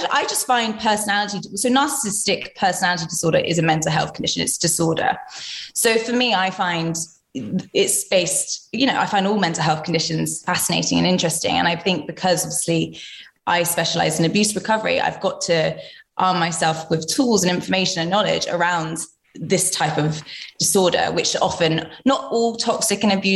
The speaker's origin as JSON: {"language": "English", "region": "London", "country": "United Kingdom", "said": "So I'm 31 and I'm from London."}